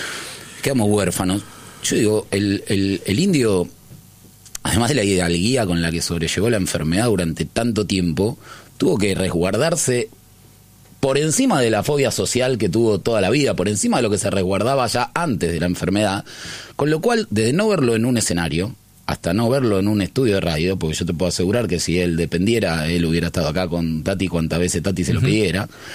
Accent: Buenos Aires, Argentina; born or raised there

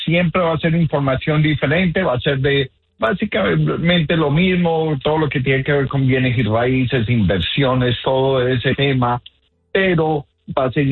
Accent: Colombia; now in United States; soy originalmente de Colombia, Sudamérica.

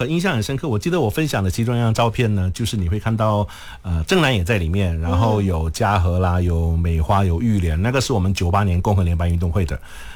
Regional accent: Kelantan, Malaysia; 因为我是吉兰丹人嘛，所以就去录了那个节目。

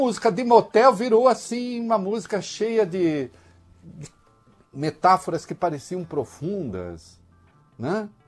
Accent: Dois Córregos, São Paulo, Brazil; Um ouvinte nosso lá da região de Dois Córregos, e a gente sabe, Dois Córregos é a minha terra natal, uma terra de bravos, uma terra de valentes, né?

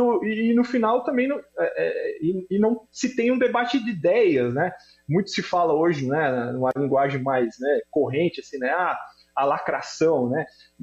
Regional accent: Joinville, Santa Catarina, Brazil; born there; moved away; eu sou nascido de Joinville, assim como a Carol, né, a gente saiu de Joinville

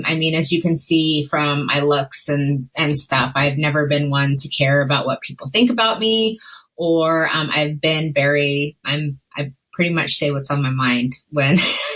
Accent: Kansas, United States; I grew up in Kansas, northwest corner of Kansas, and grew up on a farm.

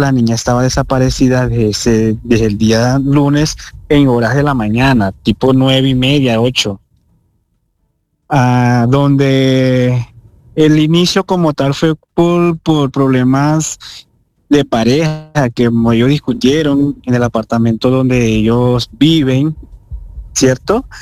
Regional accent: Zulia, Venezuela; now in Mosquera, Colombia; No, nosotros somos naturalmente de Zulia, nosotros somos de allá. Nosotros venimos, bueno... Yo tengo acá radicado 5 años

